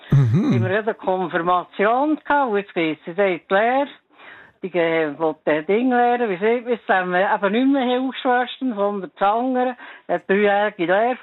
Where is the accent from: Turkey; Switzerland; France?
Switzerland; Bern; born there; Ich bin ein Berner. Ich bin in Bern geboren, von vor 73 Jahren.